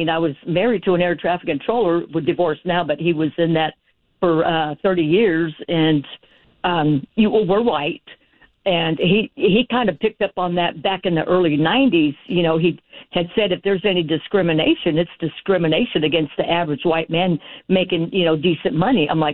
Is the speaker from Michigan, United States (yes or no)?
no; Carson, California, United States; now in Arlington, United States; I'm a 70-year-old lady veteran. I grew up in Southern California in Carson and in the late 60s, early 70s. And during the time of desegregation in 74, they bussed my little butt from Carson, California.